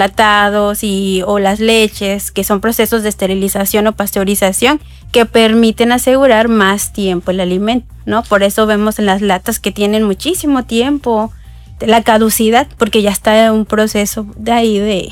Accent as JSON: {"language": "Spanish", "town": "Tuxtepec", "region": "Oaxaca", "country": "Mexico", "moved": "yes", "said": "Soy de Tuxtepec, Oaxaca."}